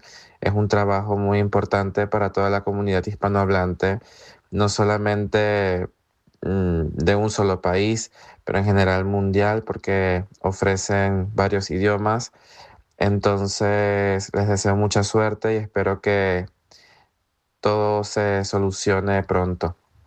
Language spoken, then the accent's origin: Spanish; Venezuela; now in Czechia; Soy originario de Venezuela. Comencé a seguir porque mi abuela era checa y quería de cierta manera estar más al tanto sobre lo que estaba pasando acá en el país.